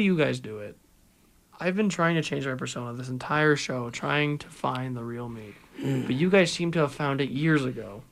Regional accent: Calgary, Alberta, Canada; But, no, I'm from Calgary, I live here.

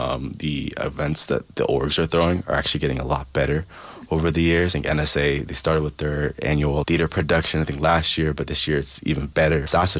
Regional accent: Ghana; now in Calgary, Canada; Ghanaian students are getting together, starting their own club, which I'm very happy about as a Ghanaian. And so, you know, altogether, it just makes me feel more connected to who I am as an African.

